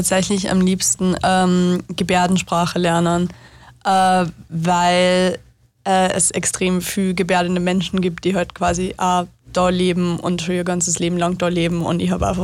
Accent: Linz, Upper Austria, Austria; accent: Upper Austrian dialect; moved away as an adult; now in Vienna, Austria; ich habe das bis heute nicht geschafft, dass ich meine oberösterreichische Dialektfärbung ablege.

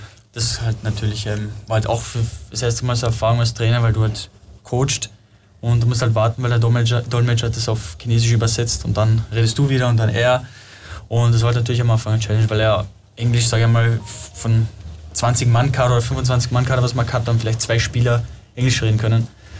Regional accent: Kosovo; moved away; also ich spreche jetzt, sagen wir so fließend Albanisch, komme aus dem Kosovo, ja. Deutsch und Englisch. Das ist einmal fließend.

